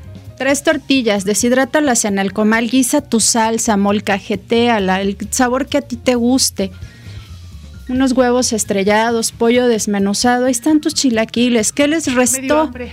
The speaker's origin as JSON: {"language": "Spanish", "country": "Mexico", "said": "Somos mexicanos."}